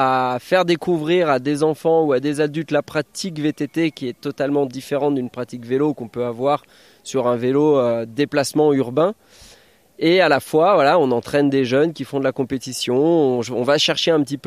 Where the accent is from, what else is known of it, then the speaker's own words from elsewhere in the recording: Morzine, Auvergne-Rhône-Alpes, France; Moi, je suis né à Morzine